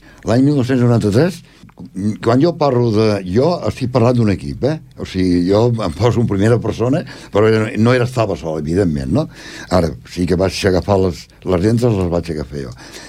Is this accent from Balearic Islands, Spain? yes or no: no; L'Hospitalet de Llobregat, Catalonia, Spain; born there; now in Esplugues de Llobregat, Spain; No, jo vaig néixer al barri de la Torrassa de l'Hospitalet de Llobregat, el 6 del 3 del 33. Vaig néixer a la Torrassa, sóc enginyer industrial i resideixo a Esplugues des de l'any 1967.